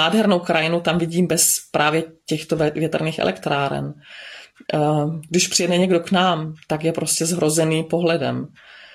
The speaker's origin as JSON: {"language": "Czech", "town": "Bystřice pod Hostýnem", "region": "Zlín Region", "country": "Czechia", "moved": "yes", "lives_now": "Dittelsheim-Heßloch, Germany"}